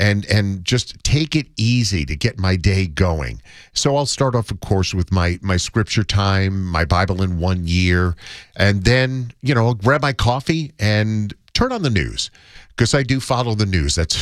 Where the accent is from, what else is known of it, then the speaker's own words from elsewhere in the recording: New York, United States; moved away; I grew up in New York.